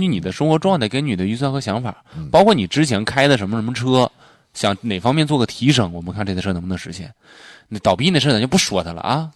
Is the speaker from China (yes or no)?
yes; Northeast China, China; 用我们东北话赛脸